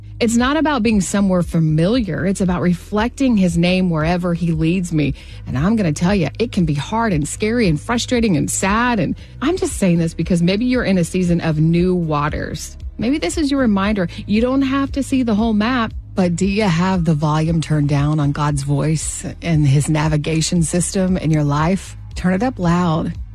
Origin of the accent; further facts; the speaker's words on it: Southern US, United States; I grew up in the Bible Belt.